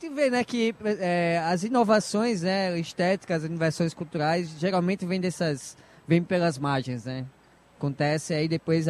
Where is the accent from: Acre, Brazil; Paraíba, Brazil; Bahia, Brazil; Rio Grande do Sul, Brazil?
Paraíba, Brazil; João Pessoa; now in São Paulo, Brazil; Eu sou de várias localidades também, né? Eu sou de João Pessoa, mas moro em São Paulo, né? Há 8 anos